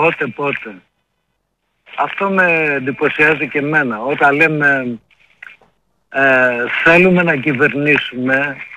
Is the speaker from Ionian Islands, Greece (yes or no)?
no; Elefsina, Attica, Greece; Εγώ είμαι από την Ελευσίνα.